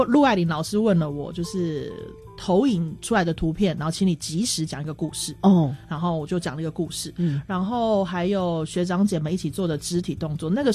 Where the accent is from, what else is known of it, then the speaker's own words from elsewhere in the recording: Taitung, Taitung County, Taiwan; 其实我是台东人